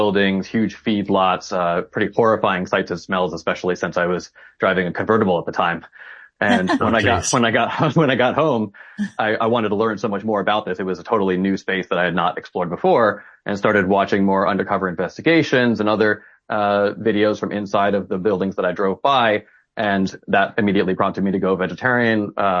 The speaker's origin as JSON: {"language": "English", "region": "Virginia", "country": "United States", "tie": "born or raised there", "said": "I grew up in Virginia and the suburbs outside of D.C."}